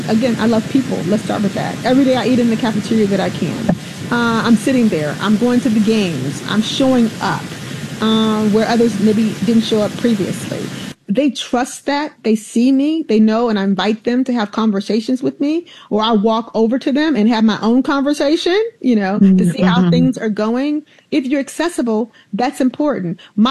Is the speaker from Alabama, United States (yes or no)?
yes; Alabama, United States; with that just fifth grade education back then and growing up in Alabama.